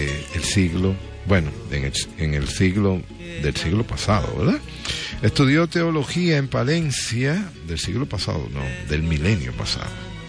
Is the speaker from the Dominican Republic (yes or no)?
yes; Dominican Republic; Y nosotros somos dominicanos por Santo Domingo de Guzmán.